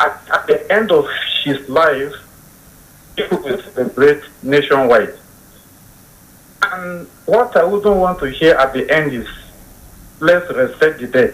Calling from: Nigeria; I'm calling from Old Airport Junction.

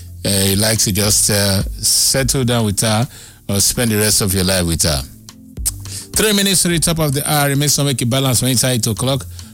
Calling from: Port Harcourt, Rivers, Nigeria; from Agri Road, Port Harcourt.

